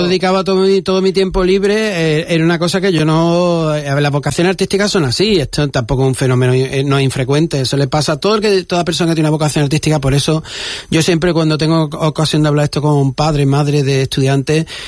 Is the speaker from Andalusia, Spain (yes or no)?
yes; Málaga, Andalusia, Spain; also born or lived in Torremolinos; Yo soy de la carretera de Cádiz, yo me crié en los bloques de Ardira, enfrente de la, bueno, pues la, al lado de la Barriada de la Luz, está justo en la antesala, digamos, la Barriada de la Luz, o sea, un barrio obrero, y acabé en Torremolino